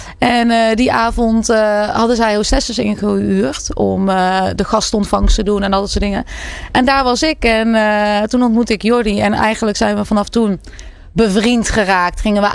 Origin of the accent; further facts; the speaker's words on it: Uden, North Brabant, Netherlands; moved away; also born or lived in Kosovo; Maar ik groeide op in Uden en in een dorp.